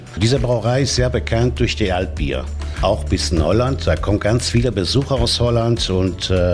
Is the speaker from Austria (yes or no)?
no; Greece; now in Issum, Germany; Ich bin ein Grieche und ich wohne die letzten 10 Jahre in Issum.